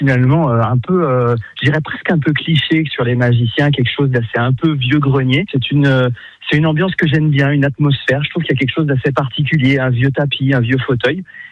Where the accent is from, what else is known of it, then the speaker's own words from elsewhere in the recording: Auvergne-Rhône-Alpes, France; venir jouer chez moi dans la Loire